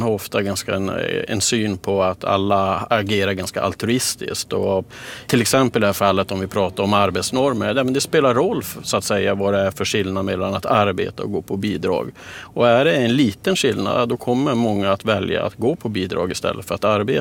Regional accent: Kiruna, Norrbotten County, Sweden; Jag är ju född och uppvuxen i Kiruna.

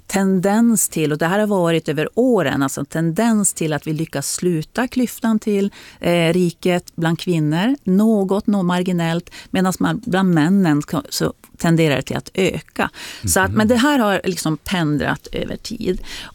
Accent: Norrbotten County, Sweden; Och som norrbottning så är det ju en ganska sorglig läsning

